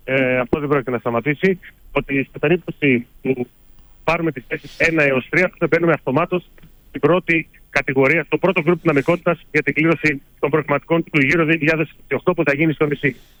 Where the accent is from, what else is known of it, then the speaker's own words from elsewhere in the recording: Greece; ως Έλληνες